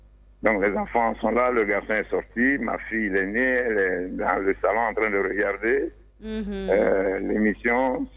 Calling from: Abidjan, Côte d’Ivoire

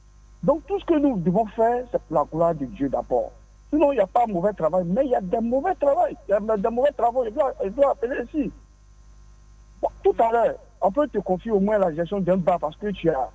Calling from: Abidjan, Côte d’Ivoire; Depuis la Riviera Faya.

